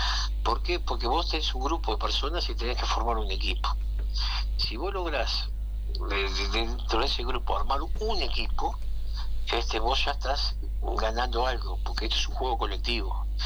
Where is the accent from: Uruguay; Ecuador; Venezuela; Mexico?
Uruguay; Viste como somos los uruguayos